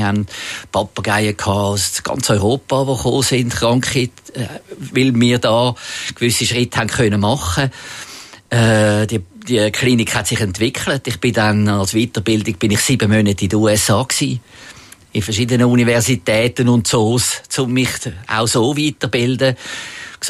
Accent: Zürich, Zurich, Switzerland; Aber natürlich bin ich aufgewachsen in Zürich und der Zoo war näher gewesen und ich bin sehr viel im Zoo gewesen.

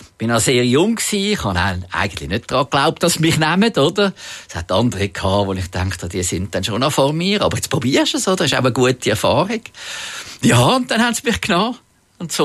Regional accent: Zurich, Switzerland; Aber natürlich bin ich aufgewachsen in Zürich und der Zoo war näher und ich war sehr viel im Zoo.

